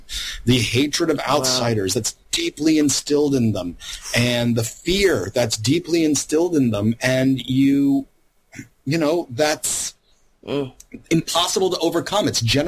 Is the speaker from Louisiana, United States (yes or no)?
yes; Louisiana, United States; I grew up mostly in Louisiana.